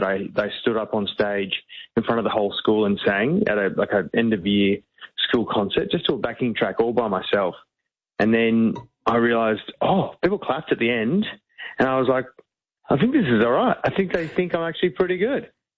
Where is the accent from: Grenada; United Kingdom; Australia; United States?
Australia; Melbourne, Victoria; Like, well, my family, friends I grew up with are in Melbourne